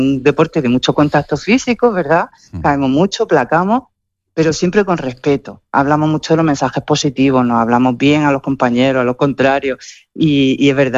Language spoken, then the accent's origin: Spanish; Bilbao, Basque Country, Spain; born there; now in Granada, Spain; Bueno, yo nací en Bilbao por ocasión, por circunstancias de la vida.